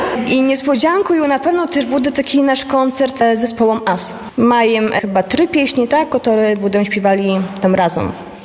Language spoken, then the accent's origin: Polish; Łosinka, Podlaskie Voivodeship, Poland; now in Narew, Poland; Ja z Łosinki pochodzę, ale teraz żywu u Narwi. Niedaleko.